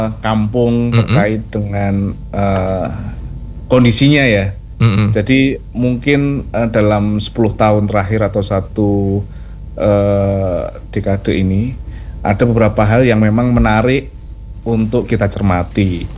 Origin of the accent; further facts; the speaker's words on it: Sorosutan, Special Region of Yogyakarta, Indonesia; Saya dari Tuanggono Sorosutan.